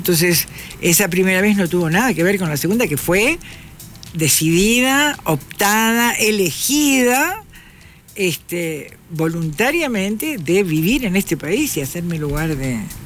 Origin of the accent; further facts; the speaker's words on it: Paysandú, Uruguay; moved away as an adult; Paysandú, de donde yo soy, es un departamento, lo que acá sería provincia, del litoral, es decir, que está sobre el río Uruguay? Paysandú está sobre el río Uruguay.